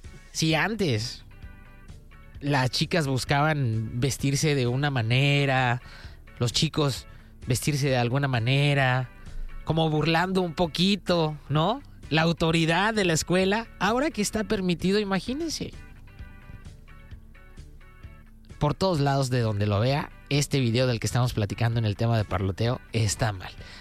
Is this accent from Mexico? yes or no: yes; Mexico